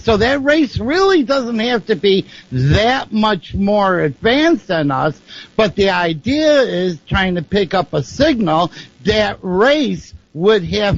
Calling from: Niagara Falls, New York, United States; Okay, I'm calling from Niagara Falls, New York.

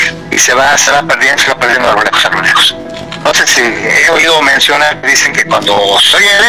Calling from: Mexico City, Mexico; Aquí en el Distrito Federal de DF.

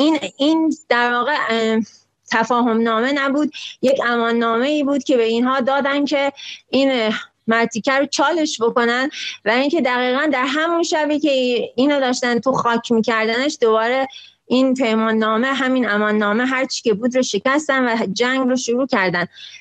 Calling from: Iran; تفلک همه مردم ایران، که ما عملا 80 میلیون آدم اینجا گروگان گرفته شدیم تو سرزمین خودمون.

